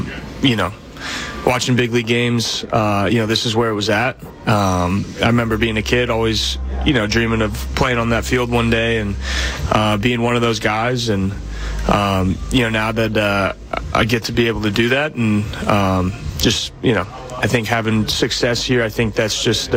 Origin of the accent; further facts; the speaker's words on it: San Diego, California, United States; I had a great childhood here.